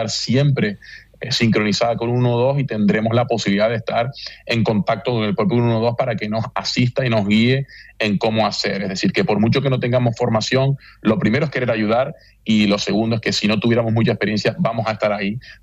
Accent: Canary Islands, Spain; todos como canarios

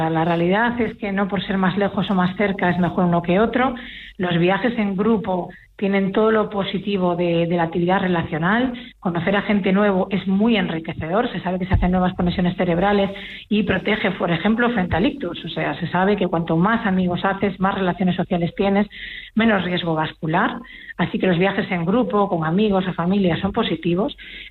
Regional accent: Galicia, Spain; Los gallegos acuden, como gallega que soy, muchos de ellos

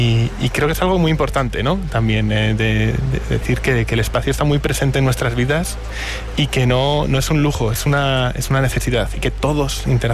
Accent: Castile and León, Spain; cuando tenía 11 añitos recuerdo ver en mi pueblo, en León, un eclipse parcial.

